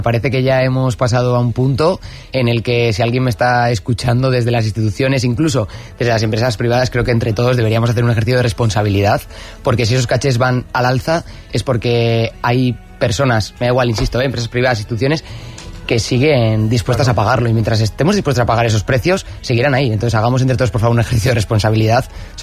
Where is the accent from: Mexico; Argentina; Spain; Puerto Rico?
Spain; Irún, Basque Country; soy de Irún